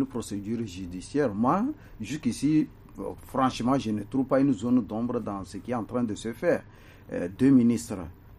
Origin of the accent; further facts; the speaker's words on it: Togo; nous, en tant que Togolais